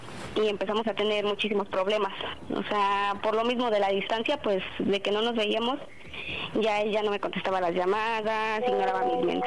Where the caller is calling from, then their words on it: Mexico City, Mexico; Tengo 24 y soy de la Ciudad de México.